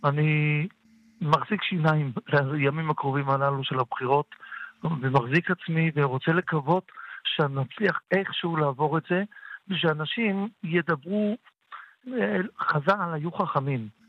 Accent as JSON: {"language": "Hebrew", "town": "Tel Aviv", "region": "Tel Aviv District", "country": "Israel", "tie": "born or raised there", "said": "מוצא יום כיפור כאב לי, אני יליד תל אביב, ולשמוע את שאי אפשר יהיה להתפלל תפילת נעילה בחיכר דיזינגוף, כאב לי מאוד"}